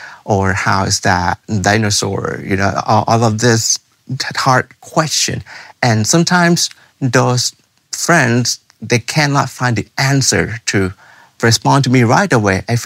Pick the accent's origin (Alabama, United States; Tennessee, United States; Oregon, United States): Tennessee, United States; I'm from Tennessee, one day in Texas, and then seeing the University of Houston when I have to present my paper there.